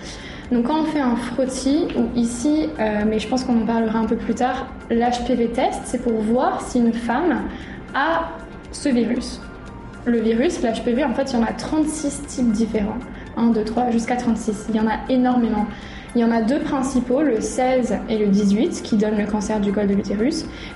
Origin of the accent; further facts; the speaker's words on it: Vanuatu; Moi, j'ai grandi au Vanuatu, j'ai fait l'école à Colardo, à l'école française, et ensuite, du coup, l'école de sage-femme à Paris.